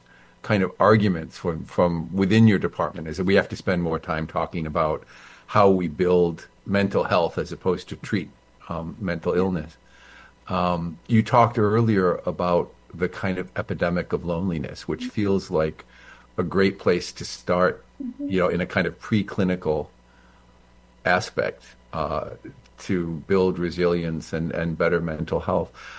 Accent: Syracuse, New York, United States; now in New York City, United States; I grew up in Syracuse.

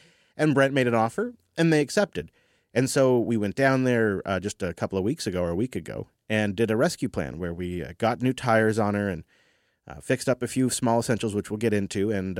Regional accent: Canada; Were kids, being Canadian and such, we did a lot of hockey road trips.

